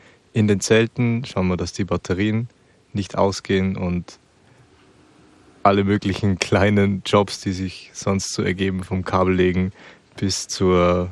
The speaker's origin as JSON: {"language": "German", "country": "Austria", "moved": "yes", "lives_now": "Germany", "said": "auch für mich als ursprünglich Österreicher, Deutschland ein bisschen kennengelernt."}